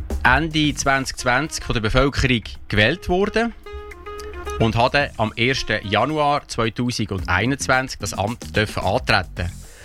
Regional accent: Lucerne, Switzerland; Ja, ich bin hier im Seetal aufgewachsen, bin stark vernetzt und verwurzelt.

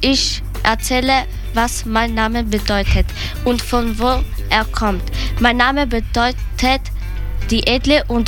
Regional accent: Preševo, Serbia; moved away; Ich komme aus Preševo. Das ist in Serbien, aber früher war es in Kosovo. Es ist jetzt nicht mehr, weil es Krieg gegeben hat. Aber man redet dort Albanisch.

